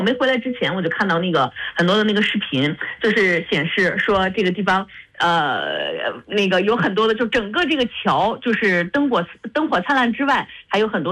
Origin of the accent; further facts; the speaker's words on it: Linyi, Shandong, China; moved away; 现在呢我就是在我的老家啊，临沂就在沂河边滨河大道附近啊